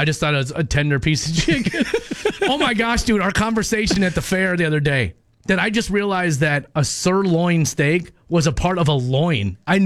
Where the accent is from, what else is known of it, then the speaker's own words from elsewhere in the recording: Minneapolis, Minnesota, United States; I grew up in North Minneapolis.